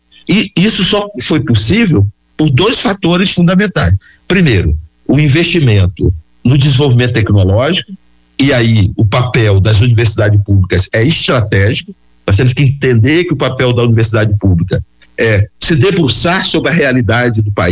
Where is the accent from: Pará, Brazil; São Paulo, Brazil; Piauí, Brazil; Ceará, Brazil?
Pará, Brazil; Altamira; born or raised there